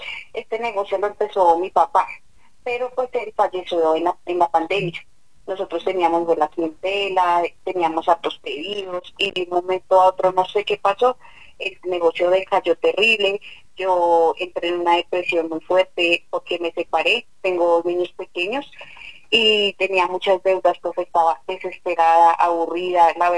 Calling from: Sogamoso, Boyacá, Colombia; Desde Sogamoso, Boyacá.

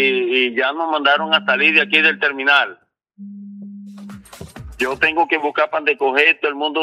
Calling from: San Juan, Colombia; yo fui desplazado de un lote y me vine para acá, para el terminal de transporte, aquí donde está el mercado, donde está todo, aquí en San Juan.

